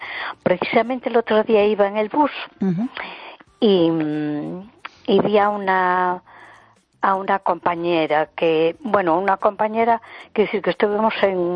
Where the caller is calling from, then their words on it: A Coruña, Galicia, Spain; de Coruña.